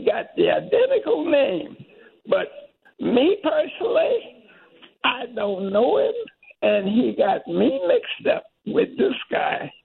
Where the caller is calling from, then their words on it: Washington, District of Columbia, United States; I'm calling from Washington, D.C.